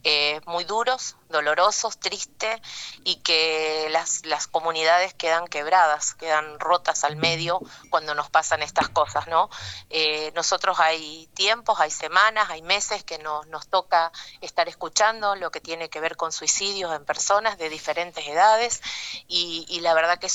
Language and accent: Spanish; Argentina; now in Reconquista, Argentina; como ciudadanos, como argentinos.